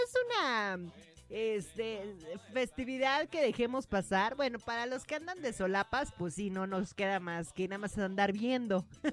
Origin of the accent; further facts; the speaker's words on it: Argentina; Como argentino, hombre, sencillito y carismático vamos a ser el día de hoy.